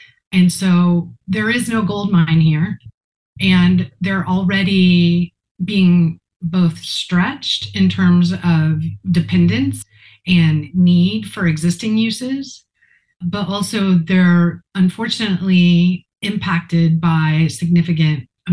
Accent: Missouri, United States; born there; Well, I was born in Southwest Missouri, and water is a big part of life here.

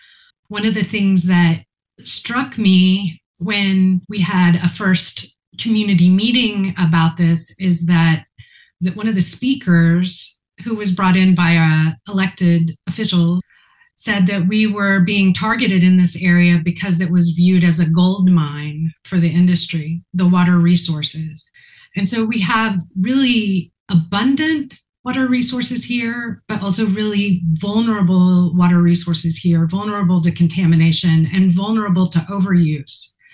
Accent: Missouri, United States; born there; Well, I was born in Southwest Missouri, and water is a big part of life here.

